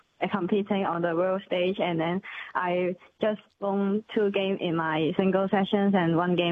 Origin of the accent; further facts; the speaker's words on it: Hong Kong; I'm from Hong Kong, China.